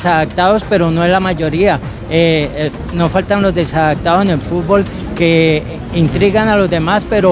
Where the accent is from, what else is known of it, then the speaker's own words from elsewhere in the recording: Colombia; Bueno, pues como colombiano quiero que gane Ecuador, ojalá 1-0.